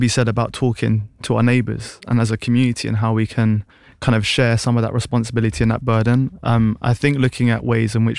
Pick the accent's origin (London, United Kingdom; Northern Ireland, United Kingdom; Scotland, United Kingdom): London, United Kingdom; I'm born and raised in Notting Hill, North Kensington, and growing up, I was just familiar with, I guess, concrete and kind of like the hard urban landscapes of London.